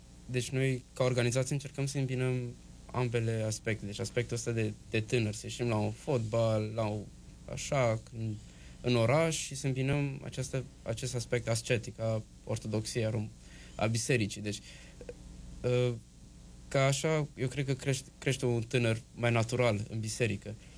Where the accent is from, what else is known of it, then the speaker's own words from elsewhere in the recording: Canada; și eu am crescut aici în Canada